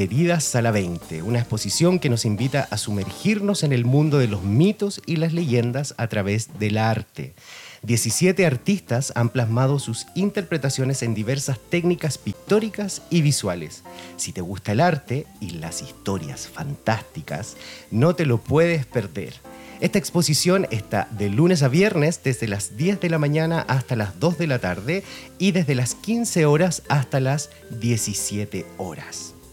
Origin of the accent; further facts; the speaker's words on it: Chile; Es algo que nos representa como chilenos.